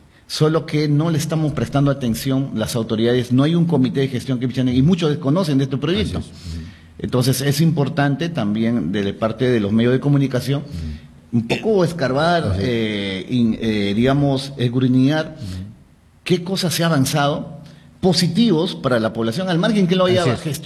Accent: Pichanaki, Junín, Peru; Porque soy de Pichanaki. Y que ahí iniciamos nuestra historia empresarial, familiar. Tengo mis propiedades, mi domicilio, la casa de mis padres, ¿no?

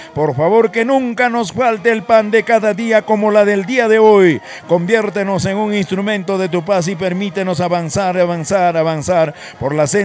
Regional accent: Recuay, Ancash, Peru; En mi tierra, en Recuay, la fiesta arranca el día de hoy

